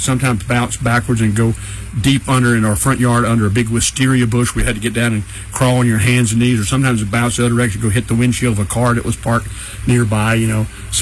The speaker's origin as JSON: {"language": "English", "town": "Charlotte", "region": "North Carolina", "country": "United States", "tie": "born or raised there", "moved": "yes", "said": "I grew up in Charlotte, North Carolina, east of here in the mountains, down into Upper Piedmont down there"}